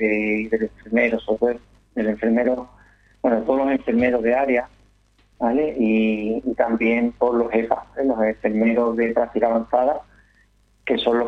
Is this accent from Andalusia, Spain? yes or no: yes; Seville, Andalusia, Spain; vengo en este caso de Sevilla y, bueno, he hecho un esfuerzo importante por poder estar aquí